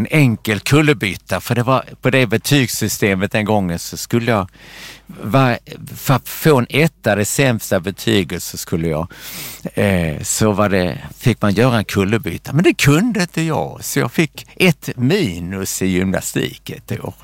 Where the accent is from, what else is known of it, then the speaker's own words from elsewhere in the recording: Skövde, Västra Götaland County, Sweden; also born or lived in Trosa; Och sen får min pappa jobb i Västergötland, i Skövde. Vi kom 1957, om jag kommer ihåg rätt. Och där växte jag upp och går i skolan. På Eriksdalsskolan i Skövde.